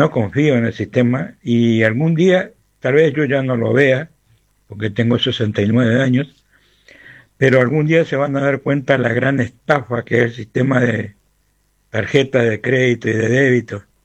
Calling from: Resistencia, Chaco, Argentina; Saludos, un abrazo grandote desde Resistencia

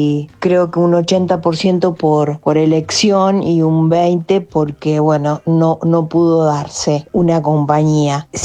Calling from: Río Cuarto, Córdoba, Argentina; de Río Cuarto, Córdoba.

